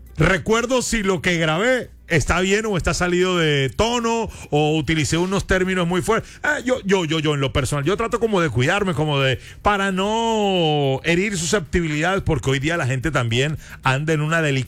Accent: Colombia; ¿O usted cree que a uno como colombiano lo tratan chévere en otro país así porque sí?

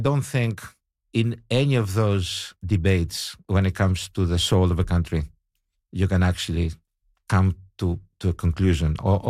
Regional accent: Canada

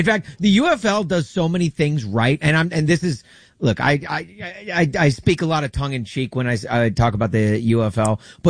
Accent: Nashville, Tennessee, United States; my hometown of Nashville

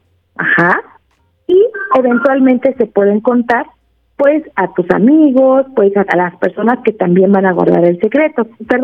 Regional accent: Mexico; como mexicanos y mexicanas estamos bien acostumbrados al contacto físico.

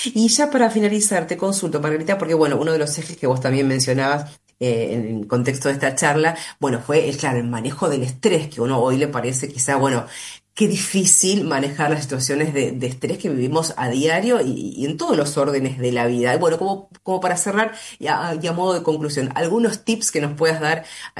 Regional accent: Argentina; ¿Somos los argentinos, te consulto tu experiencia, por supuesto, un poquitito así reacios a ir al médico

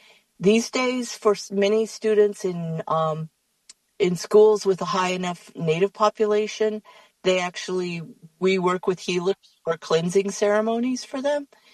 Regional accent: Crown Point, New Mexico, United States; now in Prosser, United States; I am originally from Crown Point, New Mexico, and currently live in Prosser.

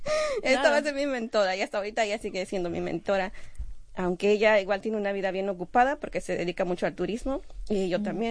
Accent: Mexico; Pues soy mexicana y me gusta mucho

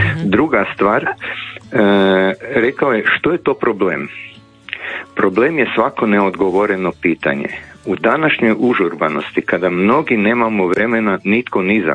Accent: Zagreb, City of Zagreb, Croatia; Ja sam iz Zagreba, Špansko trenutna lokacija.

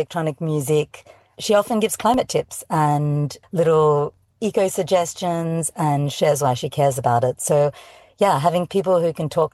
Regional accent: Australia; And obviously, as an Australian, many of us live on the coastline and have this deep longing to return to the ocean.

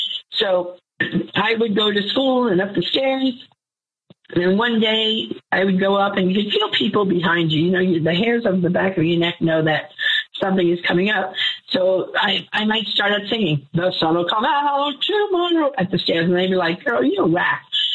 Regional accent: New York City, New York, United States; now in Jacksonville, Florida, United States; I grew up in New York City, Bronx, New York. I grew up, you know, the divorced mom, single mom raised me.

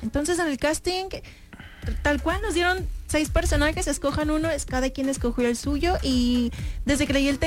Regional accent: Puerto Vallarta, Jalisco, Mexico; soy de aquí, de Vallarta.

